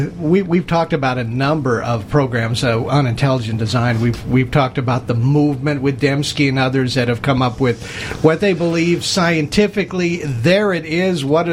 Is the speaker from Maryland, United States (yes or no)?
no; Los Angeles, California, United States; I was raised in Los Angeles and Hollywood movies and everything